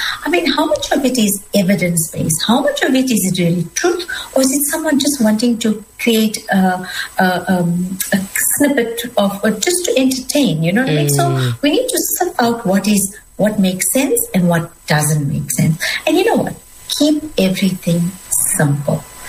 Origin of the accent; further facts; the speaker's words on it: India; So the one thing I think, as an Indian woman, I'm a small woman.